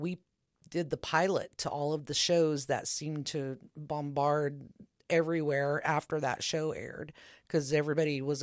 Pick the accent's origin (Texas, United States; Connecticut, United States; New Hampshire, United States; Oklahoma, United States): Oklahoma, United States; And there was literally just a few of us. I'm from Oklahoma.